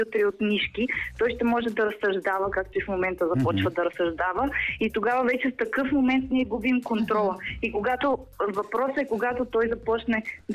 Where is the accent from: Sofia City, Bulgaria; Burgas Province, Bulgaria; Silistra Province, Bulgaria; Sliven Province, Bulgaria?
Sofia City, Bulgaria; Novi Iskar; От Новискър.